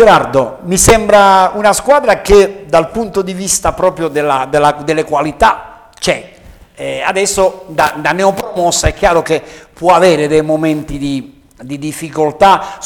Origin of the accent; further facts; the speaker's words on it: Basilicata, Italy; in una regione come la nostra, come la Basilicata